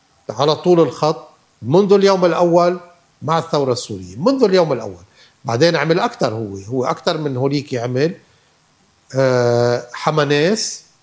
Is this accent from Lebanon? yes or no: yes; Lebanon; نحن كلبنانيين